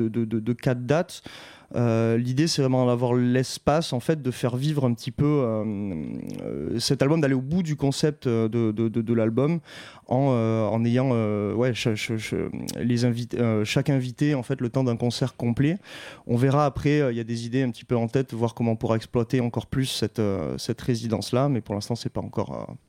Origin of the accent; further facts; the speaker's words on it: Nouvelle-Aquitaine, France; also born or lived in Bayonne, France; je suis né à Bayonne, donc au Pays Basque. J'ai grandi en Béarn, à côté du Pays Basque, et j'ai aussi des origines du coup portugaises.